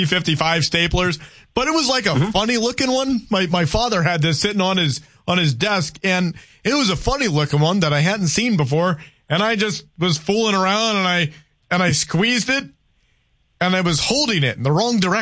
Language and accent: English; Louisiana, United States; Look, I grew up in Louisiana.